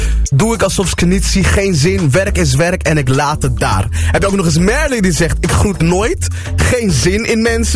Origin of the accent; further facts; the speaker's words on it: Roden, Drenthe, Netherlands; now in Utrecht, Netherlands; ik ben opgegroeid in Rode, dat ligt in Drenthe tegen Groningen aan. En het is ook gewoon een dorp